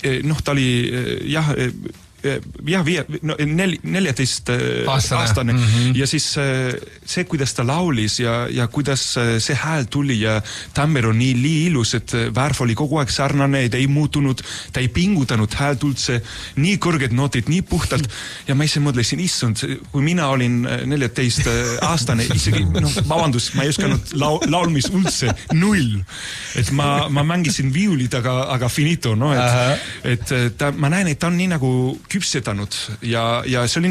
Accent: Madrid, Community of Madrid, Spain; Estonian is a second language; now in Estonia; kuigi ma olen ise Madridis pärit

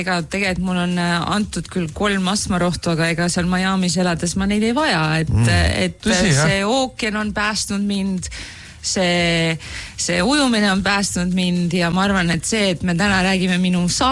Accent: Merivälja, Harju County, Estonia; now in Tallinn, Estonia; see algas sellest , et ma olen Meriväljalt merineitsina no.

